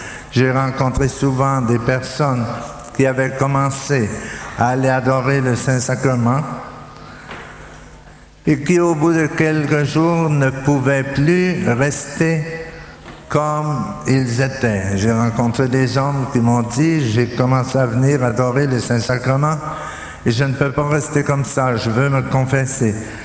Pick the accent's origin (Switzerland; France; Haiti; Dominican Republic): Dominican Republic; Chez nous, en République dominicaine, nous avons une communauté charismatique